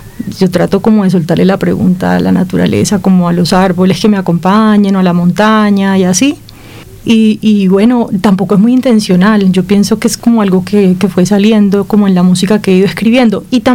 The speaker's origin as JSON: {"language": "Spanish", "region": "La Guajira", "country": "Colombia", "tie": "born or raised there", "also_born_or_lived": "Medellín", "moved": "yes", "said": "Yo crecí en La Guajira. Crecí en La Guajira, nací en Medellín, pero crecí en La Guajira."}